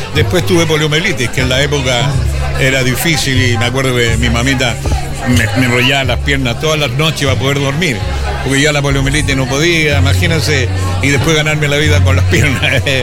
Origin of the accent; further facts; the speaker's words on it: Valparaíso, Chile; born there; now in Villa Alemana, Chile; Yo nací acá en Valparaíso, ¿no?